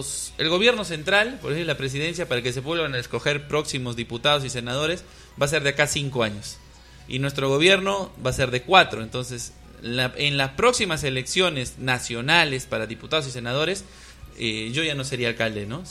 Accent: Peru; Yo soy de Nuevo Horizonte

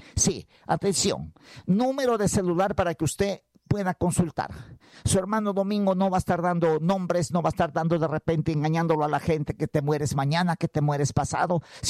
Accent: Huancabamba Province, Piura, Peru; now in Tarapoto, Peru; Pastor evangélico, siervo 10 años, adventista 5, nazareno. Nacido en la provincia de Huancabamba, Soluce, Salará, Sondorilio. Esa es mi tierra

